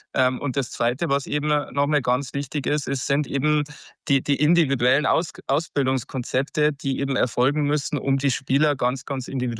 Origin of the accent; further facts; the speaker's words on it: Germany; als Deutscher